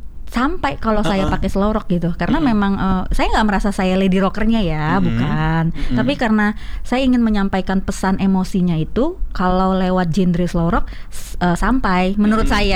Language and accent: Indonesian; Aceh, Indonesia; born there; moved away; also born or lived in North Sumatra; saya sendiri adalah terlahir dari kota Sumatera Utara dan kampung halaman saya di Aceh